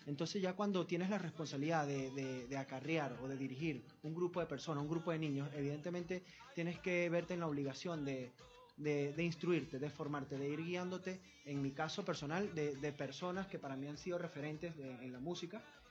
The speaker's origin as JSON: {"language": "Spanish", "region": "Portuguesa", "country": "Venezuela", "tie": "born or raised there", "said": "mi pueblo, de Acarihuaraure"}